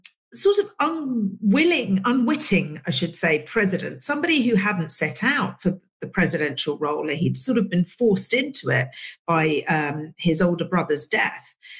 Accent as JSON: {"language": "English", "region": "England", "country": "United Kingdom", "tie": "born or raised there", "said": "me and Asma were young girls growing up in England."}